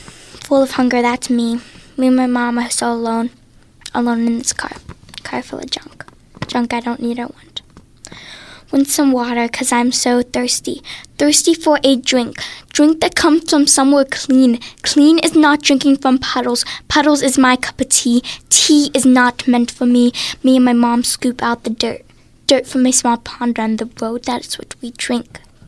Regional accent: Pennsylvania, United States; I'm from the north side.

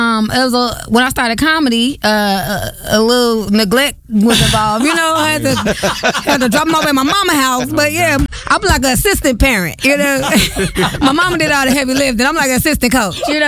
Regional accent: Chicago, Illinois, United States; Mm-hmm, Southside, born and raised.

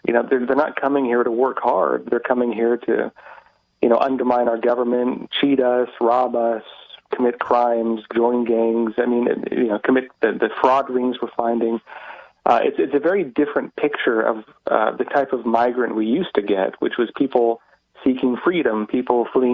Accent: San Diego, California, United States; moved away; I'm from San Diego originally

